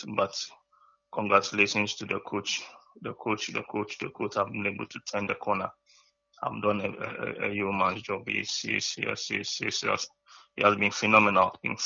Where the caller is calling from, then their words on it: Teshie, Greater Accra, Ghana; calling from Teshi.